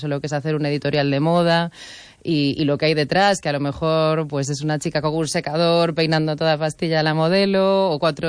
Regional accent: Galicia, Spain; now in Madrid, Spain; A mí, cuando me pregunta de dónde soy, siempre digo que soy súper gallega, porque la verdad es que no sé si es por una especie de adicción a mi tierra, pero el acento nunca se termina de marchar

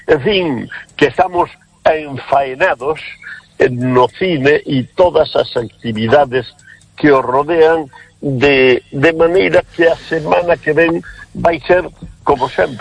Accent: Vilalba, Galicia, Spain; Cristina Castaño naceu en Vilalba, na provincia de Lugo, na miña terra

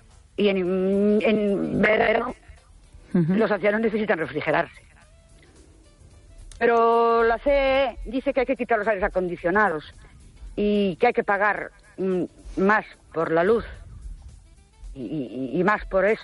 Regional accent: Ourense, Galicia, Spain

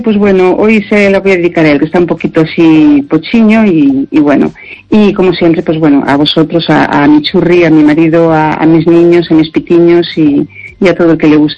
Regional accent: Galicia, Spain; Y ahora cuando digo que soy de la Ribera Sacra, dicen, ¡ay, qué maravilla!

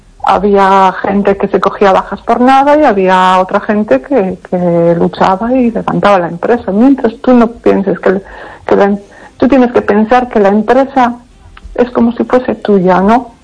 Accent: Pontevedra, Galicia, Spain

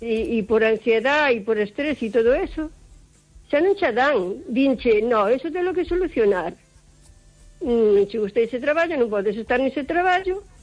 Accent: O Carballiño, Galicia, Spain

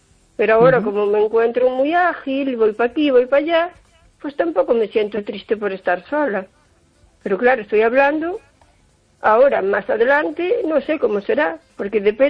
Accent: O Carballiño, Galicia, Spain

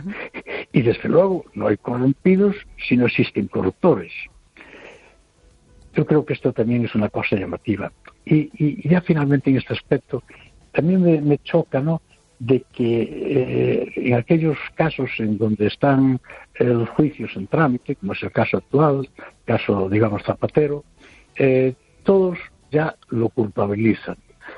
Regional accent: Noia, Galicia, Spain; Hola, buenas noches.

